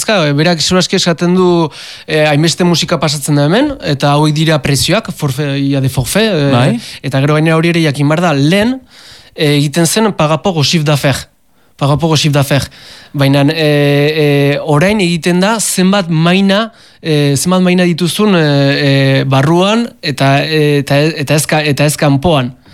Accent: Basque Country, Spain; gu euskalduna gara

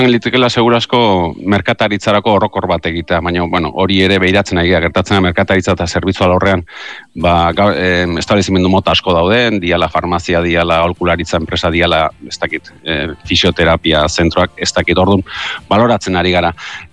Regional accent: San Sebastián, Basque Country, Spain; Eta Gipuzkoar asko etortzen dira Donostiara, Donostiarrak ere Gipuzkoarra gara

